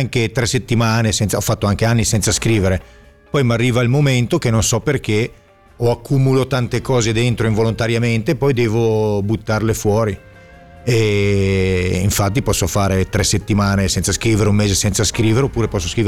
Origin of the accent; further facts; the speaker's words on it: Verona, Veneto, Italy; Allora, secondo me ero zona Verona, perché io sono di Verona